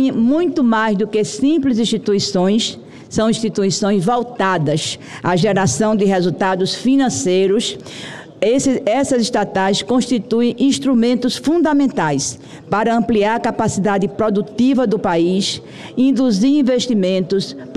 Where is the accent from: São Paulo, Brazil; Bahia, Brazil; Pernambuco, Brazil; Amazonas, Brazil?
Pernambuco, Brazil; eu, como pernambucana